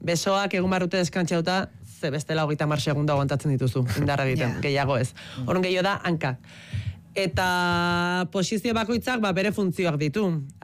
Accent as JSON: {"language": "Basque", "town": "Ibarra", "region": "Basque Country", "country": "Spain", "said": "Eta gero, ni Ibarrakoa naiz, eta nola ez Ibarrako piparra."}